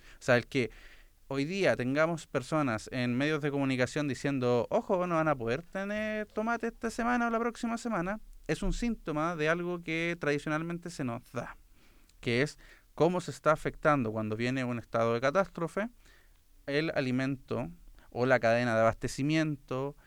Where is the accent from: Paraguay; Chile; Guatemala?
Chile; cómo somos los chilenos